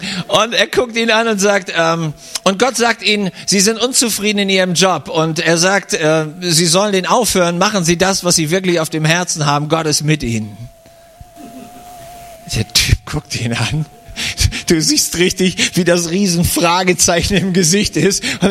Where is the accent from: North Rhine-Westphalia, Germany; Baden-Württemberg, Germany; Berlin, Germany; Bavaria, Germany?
Baden-Württemberg, Germany; Weikersheim; Ich komme aus Weikersheim. Das ist, wenn man Richtung Würzburg denkt, Taubertal runterfährt